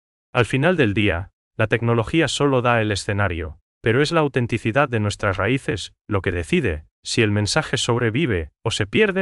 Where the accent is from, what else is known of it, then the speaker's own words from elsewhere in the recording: Paraguay; nuestra identidad como pueblo paraguayo